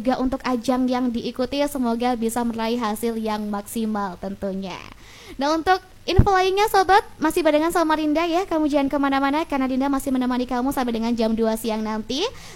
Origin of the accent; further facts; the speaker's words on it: Lamongan, East Java, Indonesia; kita warga Lamongan selalu mendukung agar nama Lamongan juga semakin luas dikenal